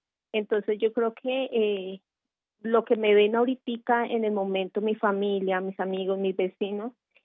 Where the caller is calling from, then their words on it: Bogotá, Colombia; De acá, de Bogotá.